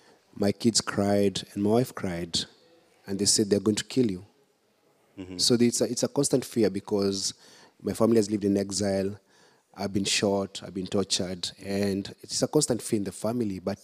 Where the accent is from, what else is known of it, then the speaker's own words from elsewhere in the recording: Kenya; So I'm lucky to live in Kenya and to be a Kenyan.